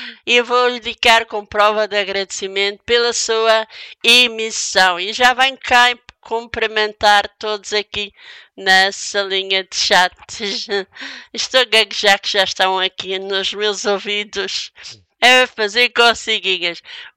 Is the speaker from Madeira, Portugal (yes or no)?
yes; Madeira, Portugal; now in Barcelos, Portugal; um beijinho vai ali para a Madeira, Madeira para a minha terra natal